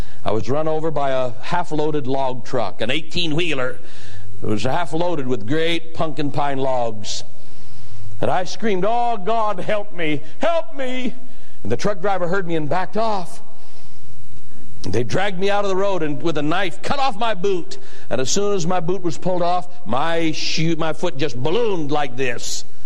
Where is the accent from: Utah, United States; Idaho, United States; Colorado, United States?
Idaho, United States; Payette; I'm from Payette, just across the river there from the Baker.